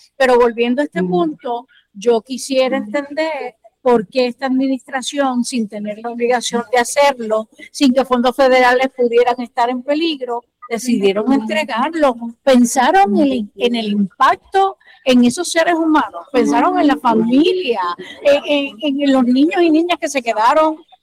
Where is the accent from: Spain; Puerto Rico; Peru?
Puerto Rico; Yo, como puertorriqueña